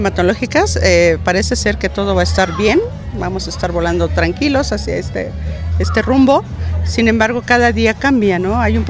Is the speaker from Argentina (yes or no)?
no; Mexico; soy instructora en México, en mi país, y para poder dar instrucción en este país, soy extranjera